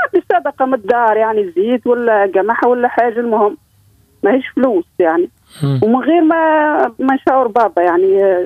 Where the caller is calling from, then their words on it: Sidi Bouzid, Tunisia; من سيدي بوزيد